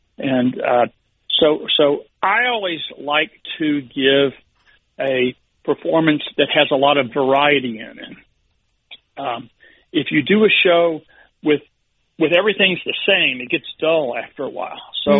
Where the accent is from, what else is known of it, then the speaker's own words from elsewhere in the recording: Louisville, Kentucky, United States; I grew up in Louisville, Kentucky, which is the biggest city in Kentucky.